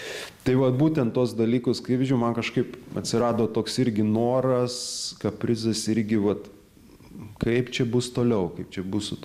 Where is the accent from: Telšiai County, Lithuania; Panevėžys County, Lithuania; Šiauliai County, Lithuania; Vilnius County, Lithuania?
Telšiai County, Lithuania; Telšiai; born there; moved away as an adult; now in Kaunas, Lithuania; įstojau į Kauną į magistrantūrą ir pasilikau Kaune. Tai čia, taip pajokaujant, gimiau Telšiuose